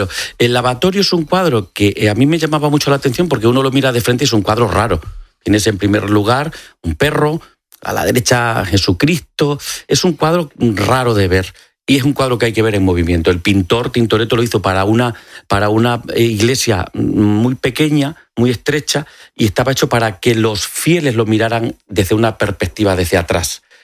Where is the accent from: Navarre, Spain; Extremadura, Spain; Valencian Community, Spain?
Extremadura, Spain; Badajoz; Yo soy extremeño, vivía en Badajoz y venía con frecuencia a Madrid, al Museo del Prado.